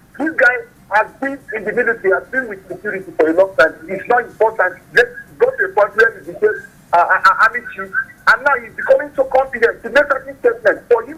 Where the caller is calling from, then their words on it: Shanghai, China; I'm calling you from Shanghai.